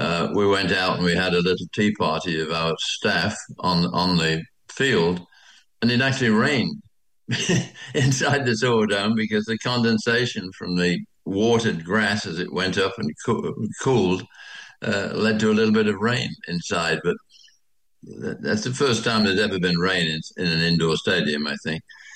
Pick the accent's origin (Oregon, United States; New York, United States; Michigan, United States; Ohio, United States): Michigan, United States; if I meet somebody and tell them I'm from Michigan